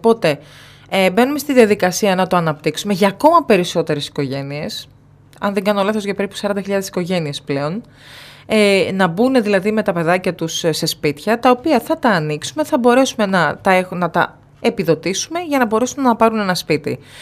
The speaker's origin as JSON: {"language": "Greek", "region": "Eastern Macedonia and Thrace", "country": "Greece", "tie": "born there", "said": "οι Ευρύτες γεννηθήκαμε εκεί που γεννηθήκαμε, γιατί δεν υπάρχει περίπτωση ποτέ να την αφήσουμε την περιοχή μας."}